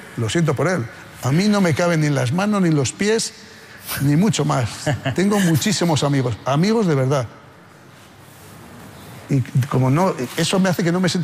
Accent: Saro, La Rioja, Spain; en un pueblo maravilloso, que les invito a visitar, mi pueblo Saro, en La Rioja, fantástico.

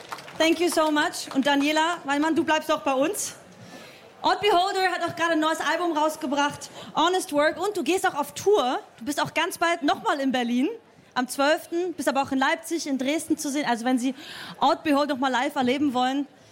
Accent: Austria; also born or lived in Bulgaria; Ich bin ja aus Österreich.

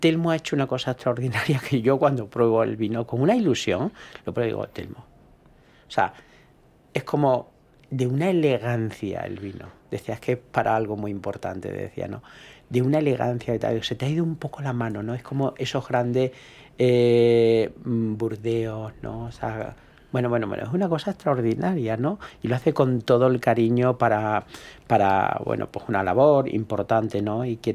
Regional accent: Extremadura, Spain; cómo somos los extremeños

